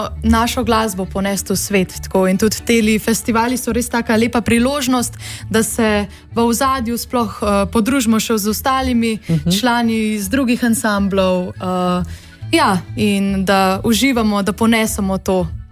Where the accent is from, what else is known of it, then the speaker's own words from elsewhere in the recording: Reteče, Upper Carniola, Slovenia; jaz sem iz Reteč, zraven Škofje Loke.